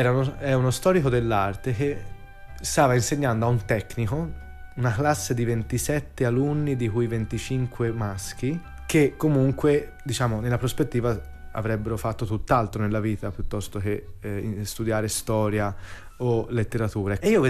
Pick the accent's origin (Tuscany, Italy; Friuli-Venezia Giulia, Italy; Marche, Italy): Tuscany, Italy; moved away as an adult; now in Rome, Italy; sono uno studente lavoratore, ho 29 anni la prossima settimana e vengo dalla Toscana, dalla provincia di Firenze, e in questo momento mi trovo a Roma